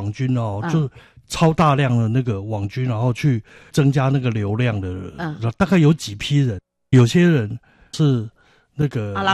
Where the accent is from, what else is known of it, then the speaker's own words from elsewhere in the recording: Germany; Chinese is a second language; 对，那我们德国人全部都要按规矩